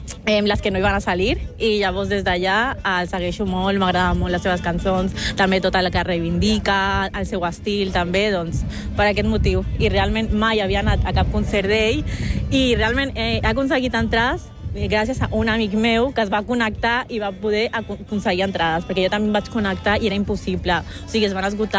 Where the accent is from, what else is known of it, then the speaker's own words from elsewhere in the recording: Barcelona, Catalonia, Spain; also born or lived in Colombia; Bueno, jo soc de Colòmbia, però he viscut tota la meva vida a Barcelona